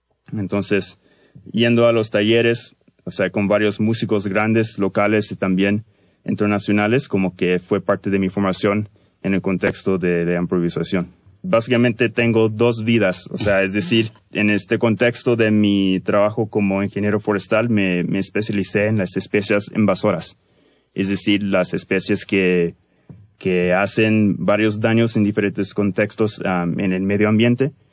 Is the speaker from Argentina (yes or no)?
no; Canada; soy de Canadá, pero mis padres son latinos, entonces soy parte de la diáspora latina.